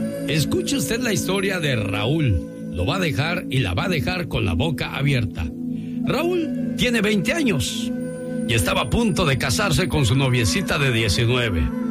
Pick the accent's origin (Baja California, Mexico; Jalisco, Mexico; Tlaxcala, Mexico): Baja California, Mexico; moved away; Salí de Baja California Norte, pero Baja California Norte nunca salió de mí. Darle saludos a la gente de Tijuana, Mexicali, Ensenada y Tecate, que es pueblo mágico, sí señor.